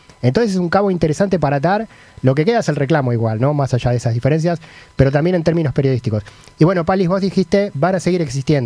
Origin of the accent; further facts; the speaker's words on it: Argentina; el español que hablamos en Argentina tiene muchos términos que vienen de las lenguas originarias también